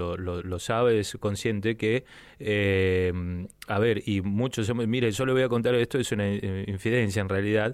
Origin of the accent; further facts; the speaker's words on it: Jujuy, Argentina; nosotros somos de Jujuy